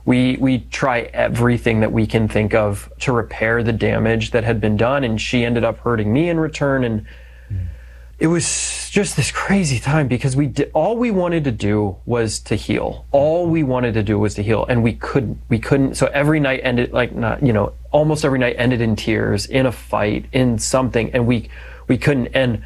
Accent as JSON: {"language": "English", "country": "United States", "said": "I'm such an American."}